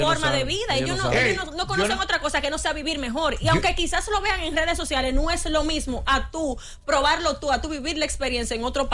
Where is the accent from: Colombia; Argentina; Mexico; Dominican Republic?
Dominican Republic; Nosotros como dominicanos